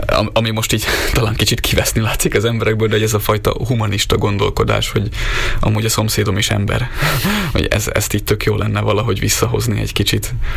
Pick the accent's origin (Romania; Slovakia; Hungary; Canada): Slovakia; Trnava Region; én is inkább így, így csallóköziként hivatkoznék magamra